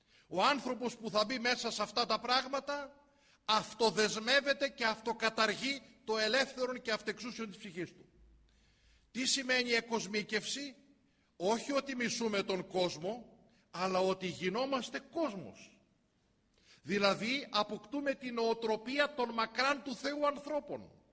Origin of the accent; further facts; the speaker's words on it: Greece; την οποία την έχουμε εμείς σαν Έλληνες